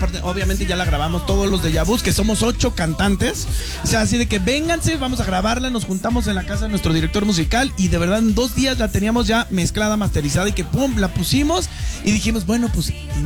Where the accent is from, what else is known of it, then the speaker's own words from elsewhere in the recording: Mexico; de tus raíces y de lo que somos como mexicanos.